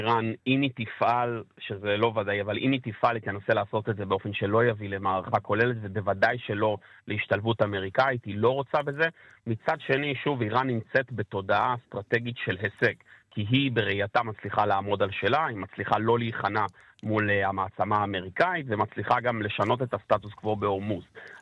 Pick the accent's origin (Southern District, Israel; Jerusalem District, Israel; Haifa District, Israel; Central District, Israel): Southern District, Israel; Beersheba; born there; אני נולדתי בבאר שבע